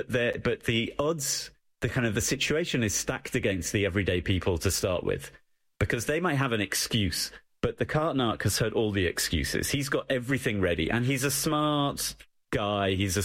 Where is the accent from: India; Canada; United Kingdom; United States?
United Kingdom; England; Sorry, I'm English.